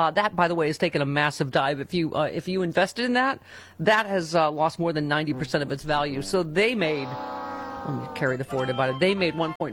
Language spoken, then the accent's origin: English; Buffalo, New York, United States; Because something, Arby's, the beef on Weck, because I'm from Buffalo.